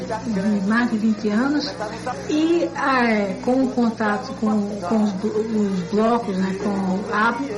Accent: Pernambuco, Brazil; also born or lived in Paraíba; eu sou paraibana pernambucana, vivo em Pernambuco desde 3 anos de idade.

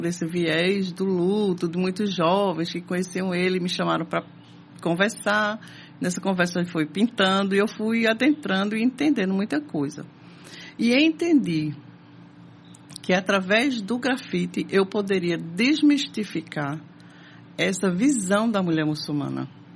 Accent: Brazil; sou brasileira

